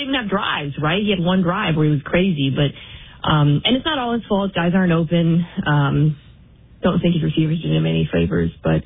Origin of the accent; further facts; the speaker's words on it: Nebraska, United States; I mean, I'm from Nebraska, so I don't know, maybe I'm not the Nebraska stereotype per se